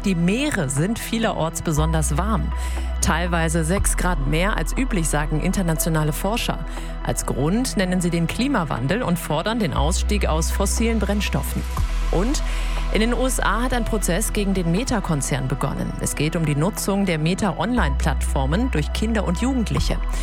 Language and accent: German; Rhineland, Germany; Ich bin Rheinländerin. Ich habe Kirmes gesagt.